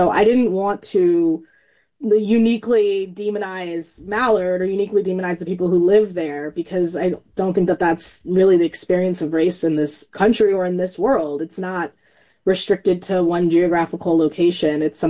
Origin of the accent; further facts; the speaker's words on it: California, United States; now in New York, United States; as a person who comes from, you know, I guess the coast, I grew up in California, I'm in New York now